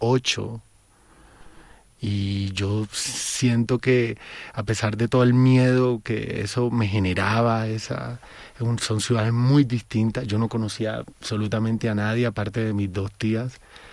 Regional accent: Cartagena, Bolívar, Colombia; now in Bogotá, Colombia; Y en mi caso, que soy de Cartagena, se mete en todas mis emociones.

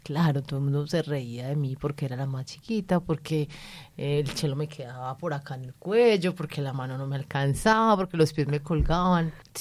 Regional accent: Medellín, Antioquia, Colombia; Y yo soy de Aranjuez.

